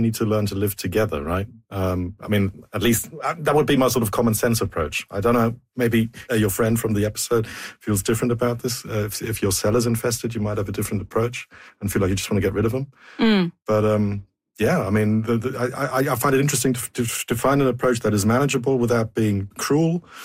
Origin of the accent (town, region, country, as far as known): Germany; born or raised there